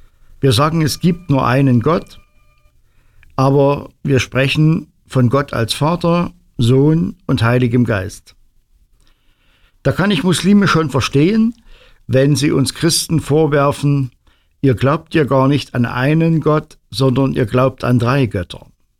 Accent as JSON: {"language": "German", "town": "Mansfeld", "region": "Saxony-Anhalt", "country": "Germany", "said": "Ich komme aus Mansfeld."}